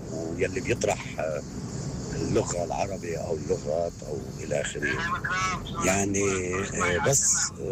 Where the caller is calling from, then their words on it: Harissa, Keserwan-Jbeil, Lebanon; first language Arabic; من حريصة.